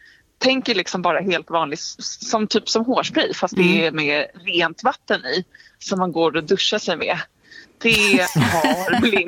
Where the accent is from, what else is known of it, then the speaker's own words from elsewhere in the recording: Sweden; now in Paris, France; jag som är svensk